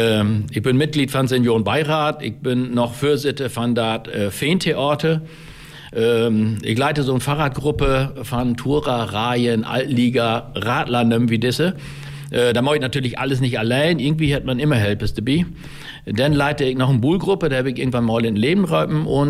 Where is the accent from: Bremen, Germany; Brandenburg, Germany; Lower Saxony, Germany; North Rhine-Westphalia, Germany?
Lower Saxony, Germany; Rhauderfehn; also born or lived in Langholt; ich komme aus Rauderfehn. Ich bin in Westrauderfehn geboren, in der Drallstift dort. Obwohl bin ich in Langholt und ich wohne seit 43 Jahren in Westrauderfehn.